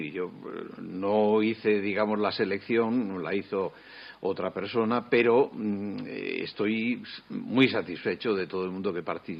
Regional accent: Valladolid, Castile and León, Spain; la medalla de oro de la provincia de Valladolid, lo cual quiere decir que soy un poco profeta en mi tierra

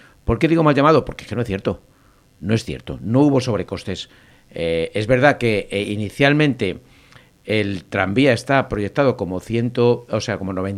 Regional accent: Parla, Community of Madrid, Spain; que somos madrileños de pleno derecho, que tiene que haber partidas presupuestarias en los presupuestos generales de la Comunidad de Madrid que destinen partidas para construir infraestructuras en nuestro municipio.

